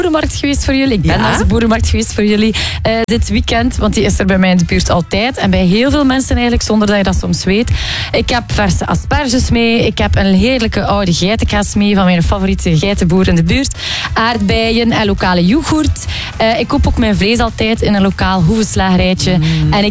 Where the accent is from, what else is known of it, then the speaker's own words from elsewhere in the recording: East Flanders, Belgium; Bijvoorbeeld bij mij in de buurt, ik ben van het Meetjesland, heb je een website, Goeste Meetjesland